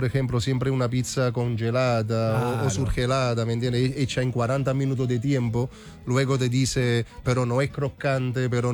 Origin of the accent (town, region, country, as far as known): Italy; Spanish is a second language; now in Chile